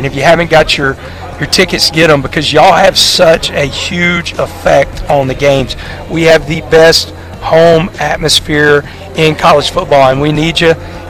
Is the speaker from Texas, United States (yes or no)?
yes; Texas, United States; I grew up in the state. I was born in the state.